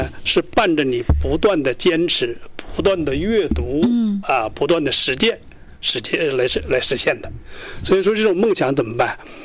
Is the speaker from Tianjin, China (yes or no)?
no; Jilin, China